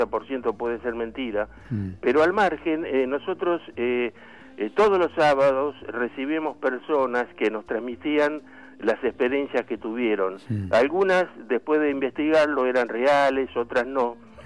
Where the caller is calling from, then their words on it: Buenos Aires, Argentina; de Villa Santa Rita.